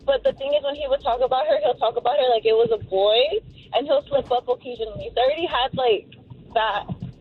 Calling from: Anaheim, California, United States; I'm calling from Anaheim.

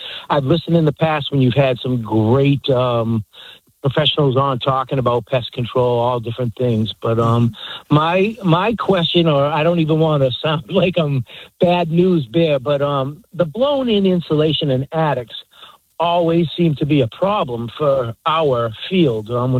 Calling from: Northeast, United States; I live in the Northeast

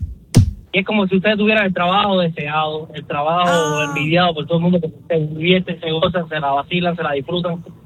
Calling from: West Palm Beach, Florida, United States; De aquí, de West Palm Beach.

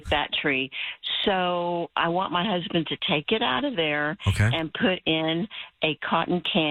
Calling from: Boerne, Texas, United States; I'm calling from Bernie.

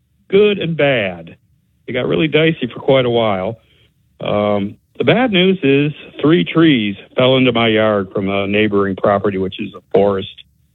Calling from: Pensacola, Florida, United States; I'm calling from Pensacola.

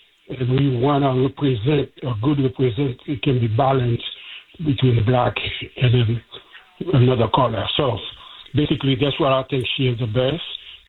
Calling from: Boston, Massachusetts, United States; we, the black community in Boston, more Dorchester, like Marapin

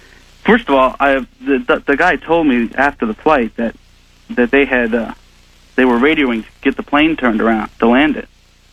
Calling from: Florida, United States; I'm in Florida.

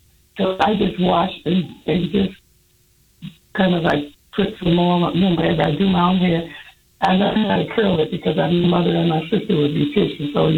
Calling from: Chicago, Illinois, United States; I'm in Illinois. I'm in Chicago.

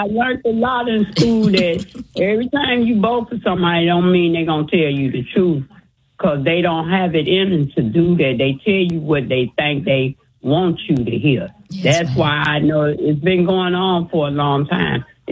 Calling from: Chicago, Illinois, United States; I'm from Chicago.

